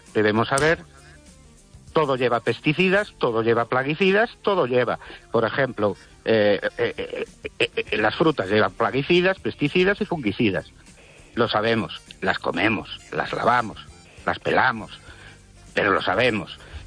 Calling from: Ourense, Galicia, Spain

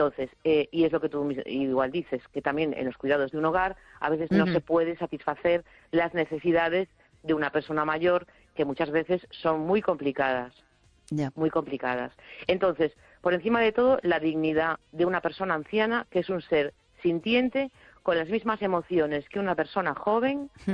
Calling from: A Coruña, Galicia, Spain; de La Coruña.

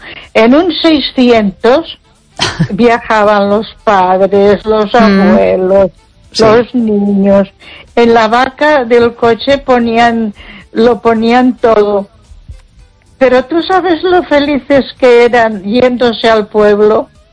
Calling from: Ponferrada, Castile and León, Spain; Buenas noches, Esther. … de Ponferrada.

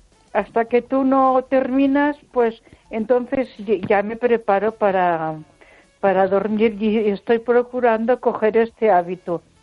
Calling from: Ponferrada, Castile and León, Spain; de Ponferrada.

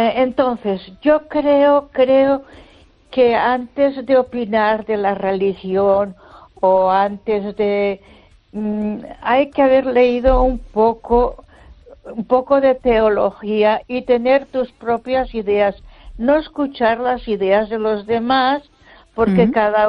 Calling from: Ponferrada, Castile and León, Spain; Ahora soy … de Ponferrada.

